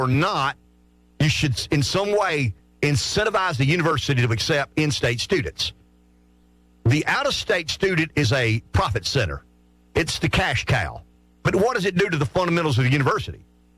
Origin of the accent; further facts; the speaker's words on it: South Carolina, United States; I am a lifer from South Carolina who doesn't like 50% of the students in South Carolina being from New Jersey, New York, Massachusetts.